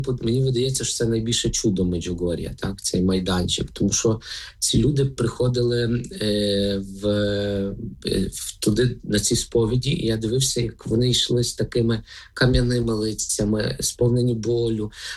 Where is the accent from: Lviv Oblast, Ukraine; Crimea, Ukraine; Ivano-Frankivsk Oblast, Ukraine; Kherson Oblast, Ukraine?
Lviv Oblast, Ukraine; я вже був тоді знайомий найбільше, так, з Мукачівською дієцезією, хоч родом я сам з Львівської, так.